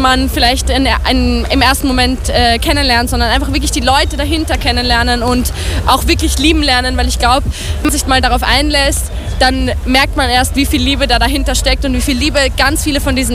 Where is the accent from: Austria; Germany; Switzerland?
Austria; Vienna